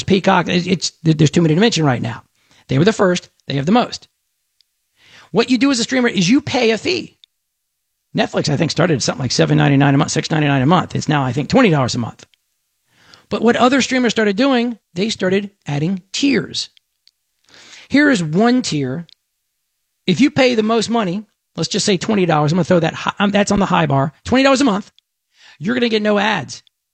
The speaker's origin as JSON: {"language": "English", "region": "Texas", "country": "United States", "said": "I'm an American. I am a Texan."}